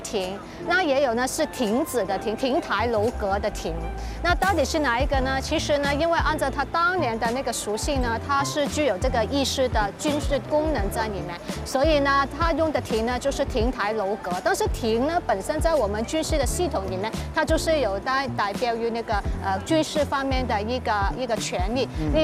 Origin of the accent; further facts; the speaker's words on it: Macau; 所以呢，这些骑楼对于我们尤其是澳门人来讲，那个感觉就特别深。